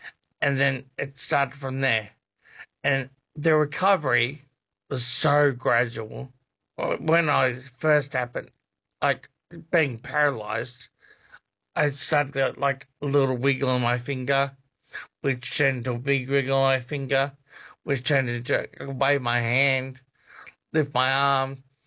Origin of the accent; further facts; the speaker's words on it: Melbourne, Victoria, Australia; now in Darwin, Australia; I'm from Melbourne, born and bred, and I live in Darwin.